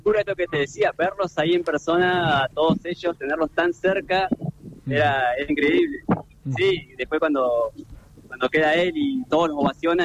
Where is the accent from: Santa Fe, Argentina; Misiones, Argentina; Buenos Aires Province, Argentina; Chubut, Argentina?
Chubut, Argentina; Trelew; born there; also born or lived in Cushamen area, Chubut; now in Chubut, Argentina; yo nací en Trelew y me mudé a Cuyen.